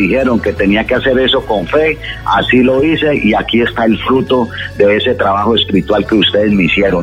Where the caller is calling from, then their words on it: Bolombolo, Antioquia, Colombia; Yo lo llamo de aquí, de Bolombolo.